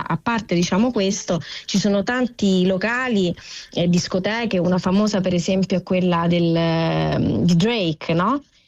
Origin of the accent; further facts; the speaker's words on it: Rome, Lazio, Italy; now in Toronto, Canada; nonostante io sia nata e cresciuta a Roma, ho deciso di andare a Toronto per conoscere meglio la famiglia di mia madre